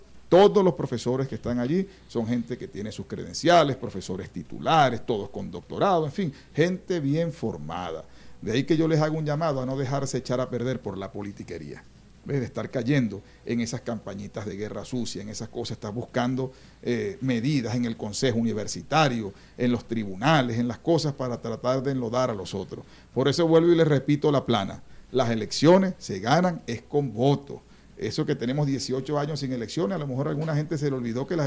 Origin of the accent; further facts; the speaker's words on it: Venezuela; esa es la esperanza que tenemos como venezolanos